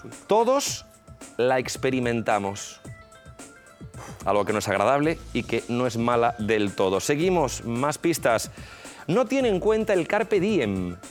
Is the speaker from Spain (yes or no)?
yes; Galicia, Spain; Para mí, digo yo como gallego